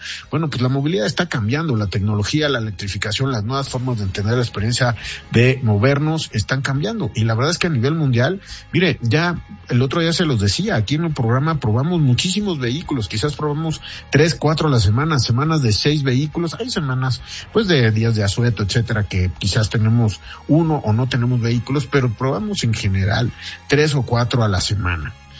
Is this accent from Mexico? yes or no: yes; Mexico